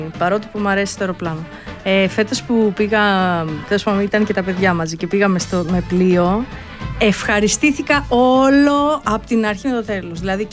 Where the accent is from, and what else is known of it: Patras, West Greece, Greece; moved away